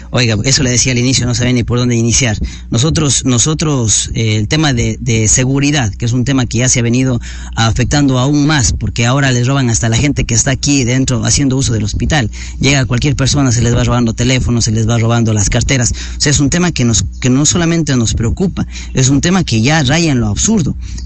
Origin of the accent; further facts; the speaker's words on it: Sucúa, Morona Santiago, Ecuador; yo soy concejal del Cantón Sucúa